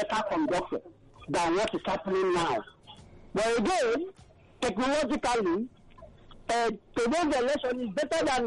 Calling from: Nigeria; I'm calling from Abanajo

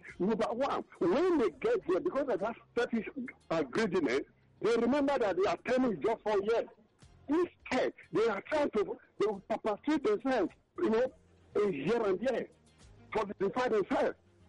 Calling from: Ayobo, Lagos, Nigeria; From Ayobo here.

